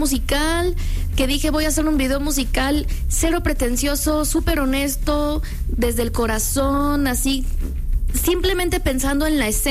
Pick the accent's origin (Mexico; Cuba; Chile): Mexico; now in Brazil; En español, pues porque soy mexicana, amo mi país